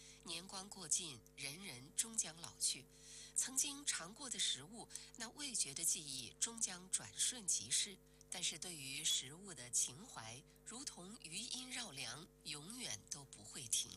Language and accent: Chinese; China